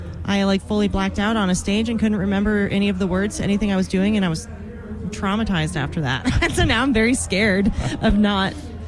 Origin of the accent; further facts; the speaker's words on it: Texas, United States; I am from Texas